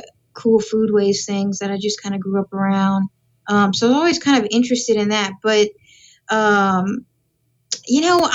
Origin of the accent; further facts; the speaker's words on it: Thibodaux, Louisiana, United States; But, you know, just growing up in Thibodaux, I had a lot of traditional artists in my family.